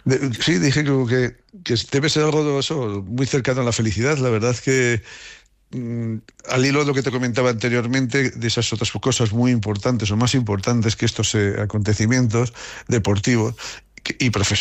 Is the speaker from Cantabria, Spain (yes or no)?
no; Haro, La Rioja, Spain; yo me he sentido siempre y me siento muy querido en mi pueblo. Mi pueblo, que la alcaldesa cuando me oye hablar así se enfada porque dice … que Haro es una ciudad.